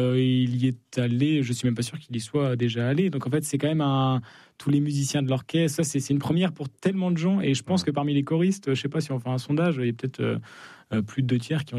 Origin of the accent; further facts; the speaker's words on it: Chambéry, Auvergne-Rhône-Alpes, France; Non, mais j'en suis. Je viens de Chambéry.